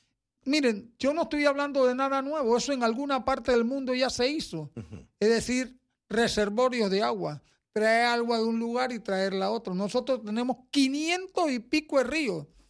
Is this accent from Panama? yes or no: yes; Panama